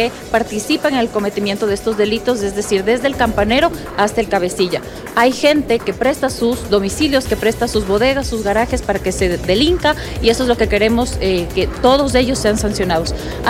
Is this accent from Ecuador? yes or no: yes; Ecuador; Porque nosotros como ecuatorianos, ustedes, nosotros, todos pagamos, ¿sí?